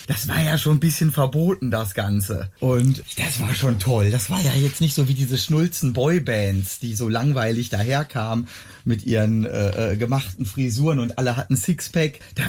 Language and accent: German; Schloß Holte-Stukenbrock, North Rhine-Westphalia, Germany; Ich komme aus Schloss Holte-Stukenbrock in der Nähe von Bielefeld.